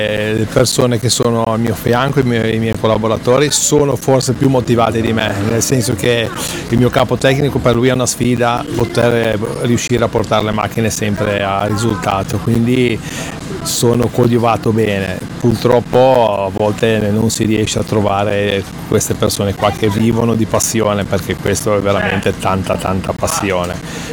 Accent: Chiavari, Liguria, Italy; io sono di Chiavari, quindi giochiamo in casa

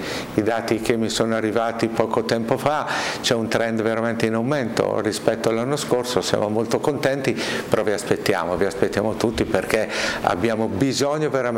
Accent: Cremona, Lombardy, Italy; moved away as an adult; now in Genoa, Italy; Io sono di Cremona, andare a Busseto sono solamente 18 chilometri, per cui frequentiamo abitualmente quei posti.

